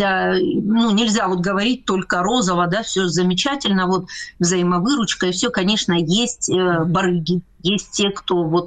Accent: Donetsk, Donetsk Oblast, Ukraine; Это я как дончанка, да, вот я когда приезжаю, мне хватает одного часа

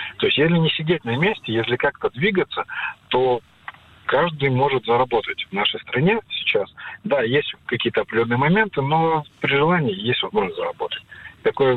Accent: Khabarovsk, Khabarovsk Krai, Russia; я из Хабаровска. Я юрист, самозанятый.

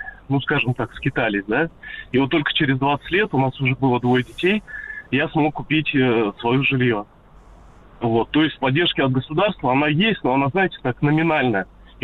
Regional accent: Urals, Russia; born there; now in Zvenigorod, Russia; Вот хотел сказать, что я родился в Советском Союзе. На Урале.

